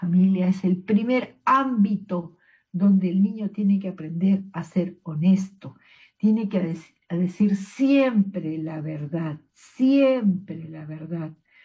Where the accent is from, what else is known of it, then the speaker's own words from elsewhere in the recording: Peru; Es decir, que a nosotros como peruanos nos brote naturalmente decir siempre la verdad